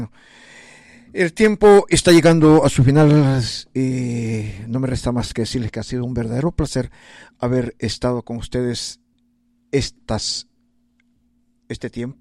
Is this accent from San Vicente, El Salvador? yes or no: no; San Miguel, El Salvador; nosotros que somos de San Miguel, ahí en El Salvador